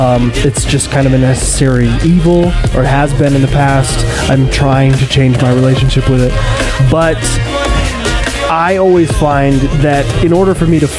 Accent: New York, United States; moved away; my hometown in upstate New York

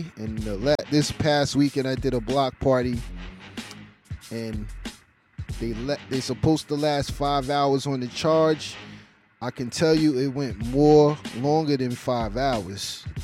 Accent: New York City, New York, United States; since I'm from Crown Heights

